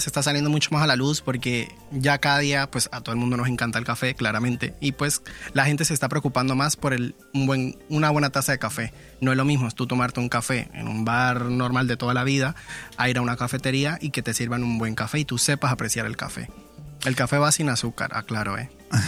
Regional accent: Venezuela; Soy venezolano, me encanta mi país, pero prefiero mil veces comerme una paella que comerme un plato de mi tierra

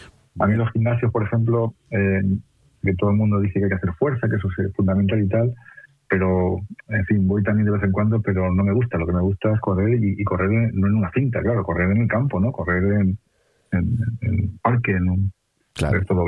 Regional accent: Almedina, Castilla-La Mancha, Spain; now in Madrid, Spain; Yo soy de, ya he dicho antes, de un pueblo muy pequeñito, de origen humilde. Mis padres eran mis abuelos agricultores. Y a mí me gusta, mi pueblo tiene ahora menos de 500 habitantes, además que pertenece desgraciadamente a la España vaciada

